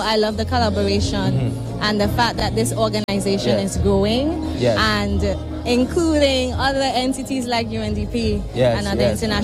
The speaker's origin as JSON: {"language": "English", "region": "Tobago", "country": "Trinidad & Tobago", "said": "from Trinidad and Tobago as well."}